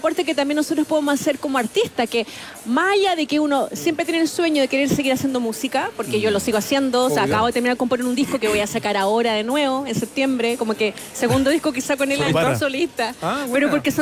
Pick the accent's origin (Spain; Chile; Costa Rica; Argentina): Chile; No, y aparte que como somos chaqueteros los chilenos